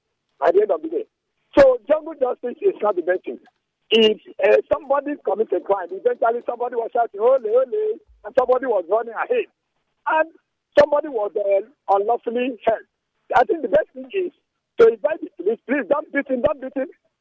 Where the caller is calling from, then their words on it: Port Harcourt, Rivers, Nigeria; I'm calling from Port Harcourt.